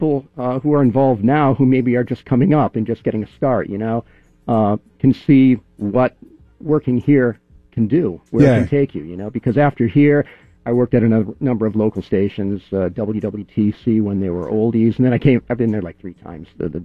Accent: Bryn Mawr, Minnesota, United States; I grew up in Bryn Mawr

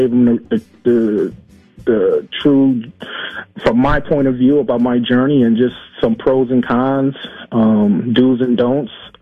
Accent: Minnesota, United States; I grew up in the Rondo community, played all my sports, if not all.

